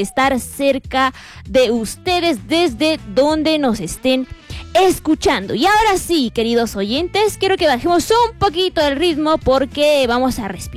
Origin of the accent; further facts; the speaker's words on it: Arequipa, Peru; para todos nosotros como arequipeños